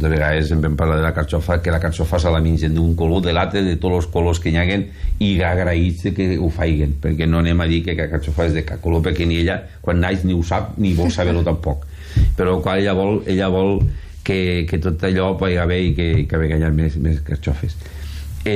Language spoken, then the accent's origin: Catalan; Benicarló, Valencian Community, Spain; ara parlaré de Benicarló, no? Que és el meu poble, té 48 quilòmetres quadrats